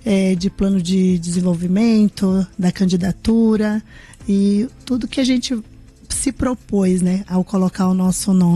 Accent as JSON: {"language": "Portuguese", "region": "Roraima", "country": "Brazil", "moved": "as an adult", "lives_now": "Lages, Brazil", "said": "eu vim de Roraima, eu casei com um lagiano, né? Como ele diz, né? Me trouxe lá, foi me buscar no meio do mato, né?"}